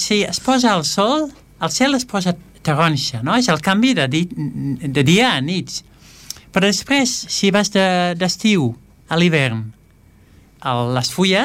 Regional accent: Netherlands; Catalan is a second language; I a més soc holandès. Clar. I el color nacional d'Holanda és taronja, és l'orange.

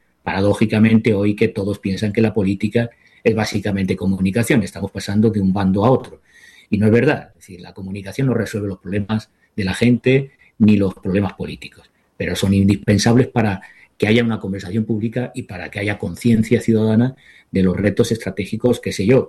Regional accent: Spain

